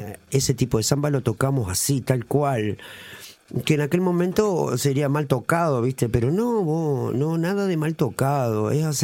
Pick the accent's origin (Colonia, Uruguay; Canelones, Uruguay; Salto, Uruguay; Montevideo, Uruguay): Salto, Uruguay; el hecho de ser salteño yo no me lo tengo que proponer, porque simplemente ya lo soy.